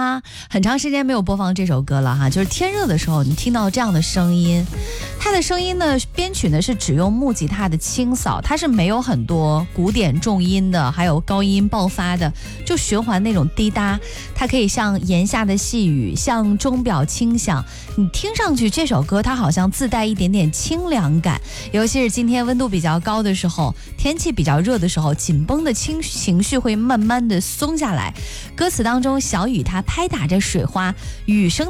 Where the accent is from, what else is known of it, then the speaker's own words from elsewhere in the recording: Henan, China; 咱们河南人一到夏天的时候哈，那必须得上两盘凉菜